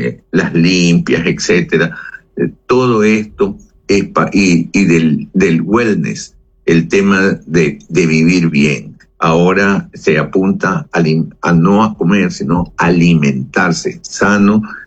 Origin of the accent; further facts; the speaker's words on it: Guayaquil, Guayas, Ecuador; somos los guayaquileños